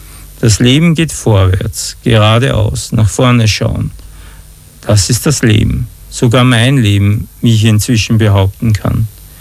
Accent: Austria; Und plötzlich sind wir Österreicher alle Sieger

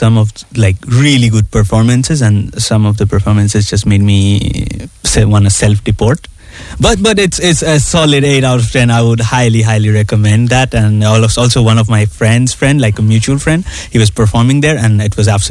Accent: West Bengal, India; English is a second language; moved away as an adult; now in St. Pölten, Austria; But maybe because I come from West Bengal

